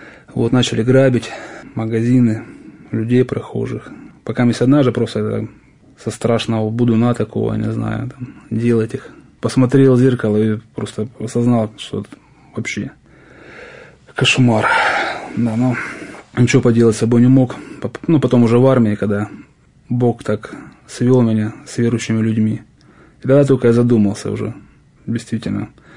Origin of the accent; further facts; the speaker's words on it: Rostov-on-Don, Rostov Oblast, Russia; Я сам из Ростова, да, кстати.